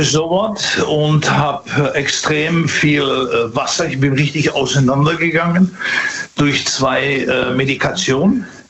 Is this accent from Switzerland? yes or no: no; Netherlands; now in Dortmund, Germany; Hallo, aus Dortmund, muss man ja immer sagen, ne? Also ich bin Holländer.